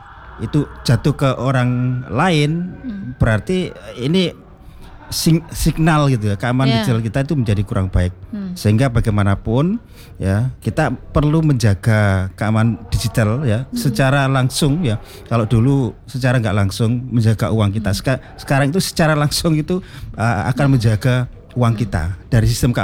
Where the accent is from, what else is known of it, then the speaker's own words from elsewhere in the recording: Lamongan, East Java, Indonesia; Asli Lamongan